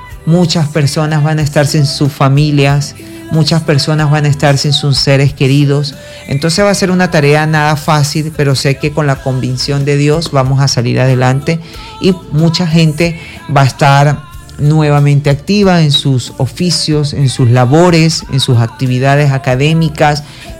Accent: Venezuela; es parte de lo que nos toca como tarea como venezolano.

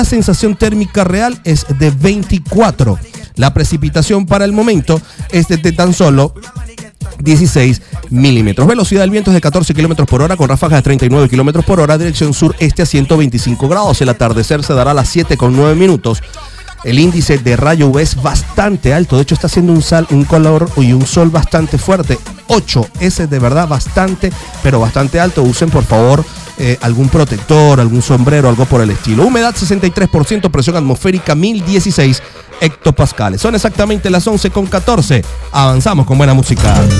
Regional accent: Puerto La Cruz, Anzoátegui, Venezuela; En mi tierra natal, allá en Puerto La Cruz, estado Anzoátegui, en Barcelona

